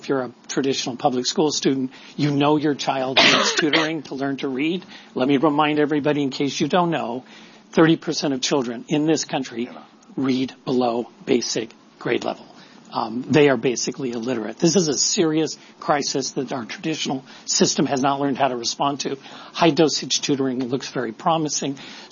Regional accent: California, United States; We're no longer relying on I'm a Californian. I've personally been on the ground working in Oakland for 20 years

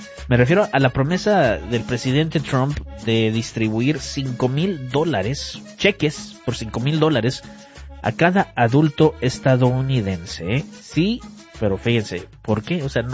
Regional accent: Monterrey, Nuevo León, Mexico; Y es que yo soy de Monterrey, ahí le decimos chorro.

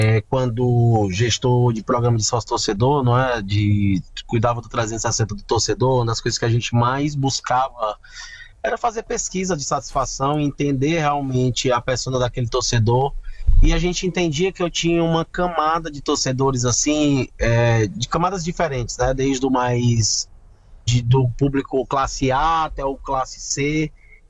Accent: Brazil; falando como brasileiro

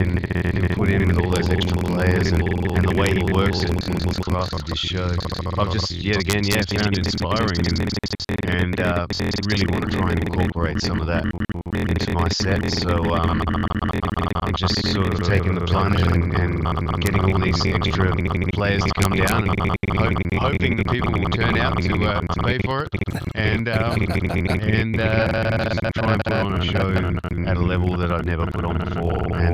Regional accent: Adelaide, South Australia, Australia; Then my hometown, Adelaide, Governor Hindmarsh on the 28th of November.

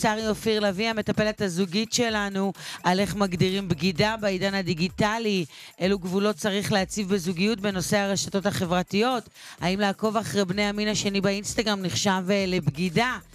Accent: Kiryat Gat, Southern District, Israel; אנחנו מקריית גת נוסעים ברחובות כשאנחנו רוצים עיר גדולה יותר.

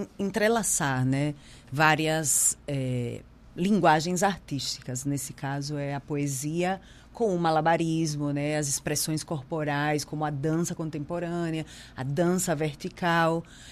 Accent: Alagoas, Brazil; Eu sou alagoana.

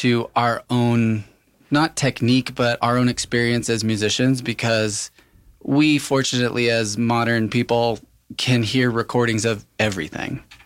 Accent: New Mexico, United States; also born or lived in Grants, New Mexico / Farmington, New Mexico; now in Albuquerque, United States; I am a local New Mexican, and so as a local New Mexican from rural New Mexico, Grants and Farmington, we end up in Albuquerque somehow

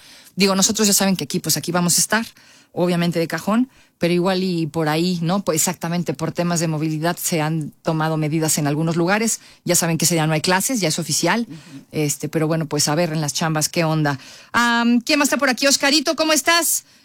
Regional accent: Mexico; Somos mexicanos, insisto, y los partidos somos la sede

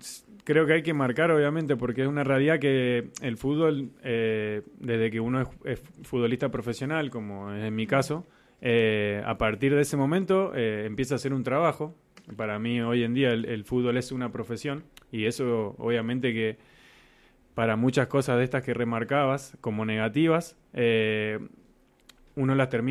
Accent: Rodeo del Medio, Mendoza, Argentina; como hacía yo cuando era chiquito, en Rodeo del Medio, en mi barrio

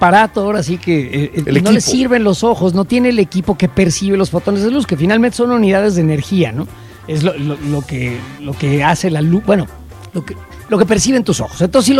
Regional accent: Mexico; Y yo siento que todos nos quedamos como afición, pues como mexicanos

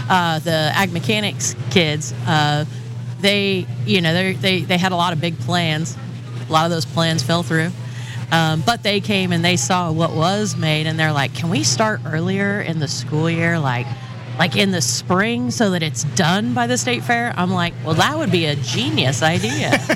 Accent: Wellington, Kansas, United States; also born or lived in Abilene; then I moved to Abilene and then finally back down to kind of where I grew up around the Wellington area. So I've been there for 18 years now.

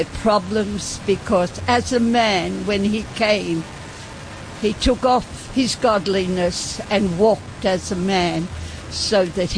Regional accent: Australia; I'm an Australian. Yes.

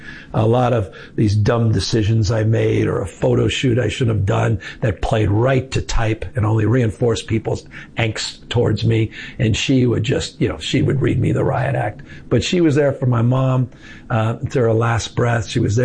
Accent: California, United States; You're presumably talking about my home state, $62.1 billion economic output in ag alone, more forestry jobs, more hunting jobs in my state.

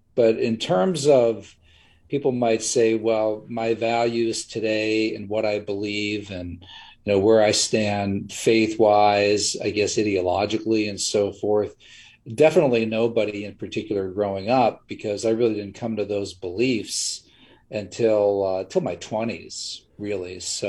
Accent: Butler, Pennsylvania, United States; also born or lived in Pittsburgh, Pennsylvania / Penn Hills, Pennsylvania; Then I guess by the time I was about 4 years old, we moved to Butler, Pennsylvania. And that's where I lived and went and was there through high school. And my parents still live in that area. So I graduated high school there in 1984, class of 1984.

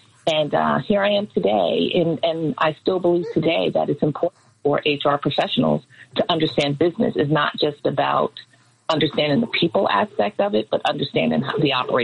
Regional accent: Hempstead, New York, United States; also born or lived in Freeport; I am from Long Island, New York. And grew up in Nassau County, which I'm proud to say I'm from both Hempstead and Freeport, which is always a debate for my family, on Long Island.

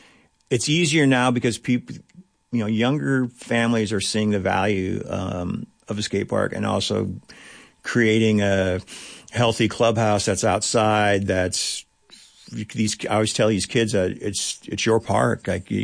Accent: Big Sandy, United States; I said, "Hey, how about if in return you just build a bowl in my hometown of Big Sandy?"

